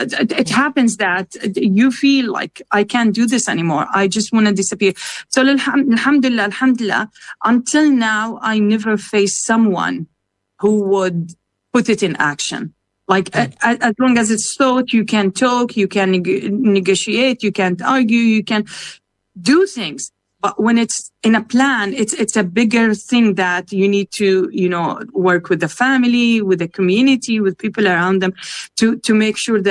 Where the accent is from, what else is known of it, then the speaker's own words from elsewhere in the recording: Gaza Strip, Palestine; now in Canada; And even because I held the Gazan citizen, the ID, I'm not being able, even if I'm Canadian, I'm not able to visit the Masjid Al-Aqsa.